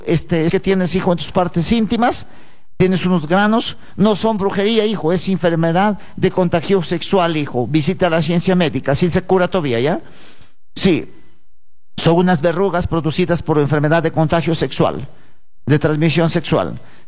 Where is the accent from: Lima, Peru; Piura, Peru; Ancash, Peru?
Piura, Peru; Cachacoto; Sí, siervos, yo soy de la provincia de Huancabamba. Mi tierra se llama Cachacoto, siervos, ya, cerca de Toluce, Sondorilio.